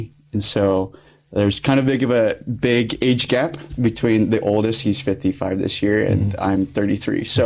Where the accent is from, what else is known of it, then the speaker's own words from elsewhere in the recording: Lincoln, Nebraska, United States; born there; I was the only one born in Lincoln.